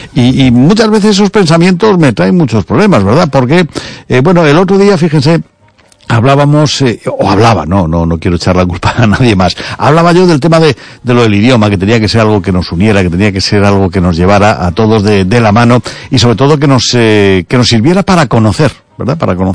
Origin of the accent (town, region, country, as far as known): Castile, Spain; now in Galicia, Spain